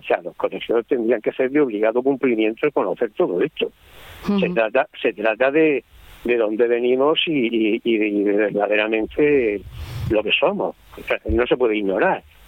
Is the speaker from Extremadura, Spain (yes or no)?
no; Murcia, Region of Murcia, Spain; y yo, pues yo soy de Murcia, y nadie sabía qué era y qué dónde estaba y qué es lo que tenía Murcia.